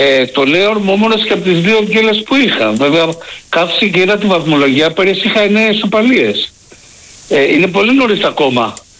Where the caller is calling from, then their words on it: Marousi, Attica, Greece; από το Μαρούσι.